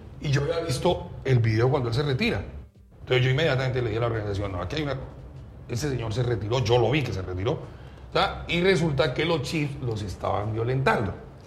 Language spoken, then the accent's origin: Spanish; Colombia